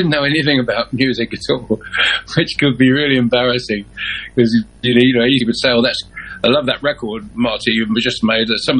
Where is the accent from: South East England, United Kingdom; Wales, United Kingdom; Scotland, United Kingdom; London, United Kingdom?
London, United Kingdom; Because I'm from London.